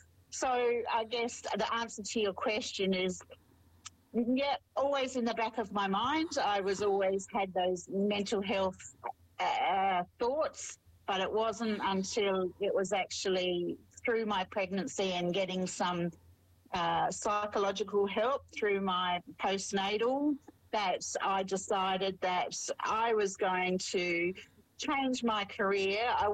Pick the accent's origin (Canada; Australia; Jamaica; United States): Australia; now in New Zealand; I am Australian, if you haven't picked up the twang just yet, albeit my home is certainly New Zealand.